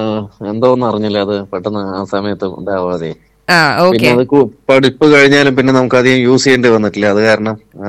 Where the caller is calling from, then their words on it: Palakkad, Kerala, India; സ്ഥലം വൈദ്യനാഥപുരം എന്ന് പറയും.